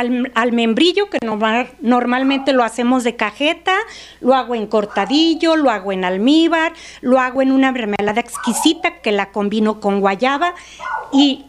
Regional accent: El Tambor, Mexico; en el rancho, en el Tambor, yo soy del Tambor, originaria del Tambor, ahí nací

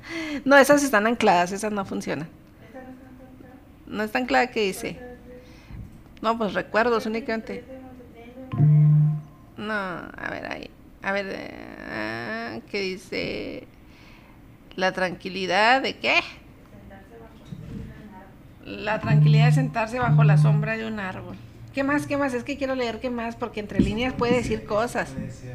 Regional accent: Chihuahua, Mexico; Mi tierra, o sea, su tierra realmente, digo, todos somos de Chihuahua, pero es de Juárez.

